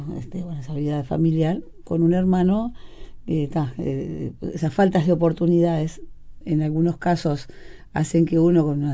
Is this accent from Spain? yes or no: no; Montevideo, Uruguay; Yo nací en Montevideo, me crié con esos reos, yo tocaba los tambores del lugar.